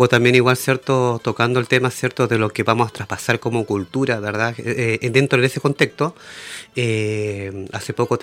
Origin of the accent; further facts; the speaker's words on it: Chile; Yo nunca me he olvidado que soy chileno, primero que nada, que gracias a este gran país he salido adelante, mi familia, todos ya, pero nunca olvidando, ¿verdad?, mi propia raíz y mi identidad, mi pueblo originario